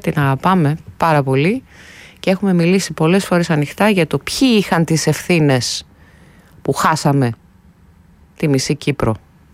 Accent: Central Macedonia, Greece; με την πατρίδα μου, τη Χαλκιδική

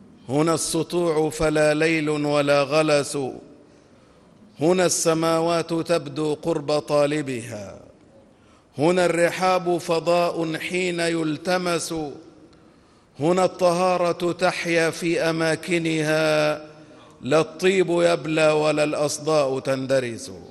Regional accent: Egypt

